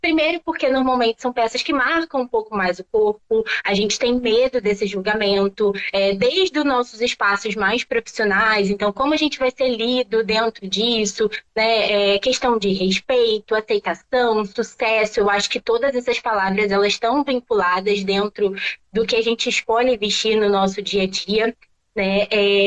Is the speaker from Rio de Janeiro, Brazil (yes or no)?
yes; Rio de Janeiro, Brazil; Eu sou aqui do Rio de Janeiro, da Zona Oeste, mais especificamente de Bangu. Então aqui é um território muito quente, tá?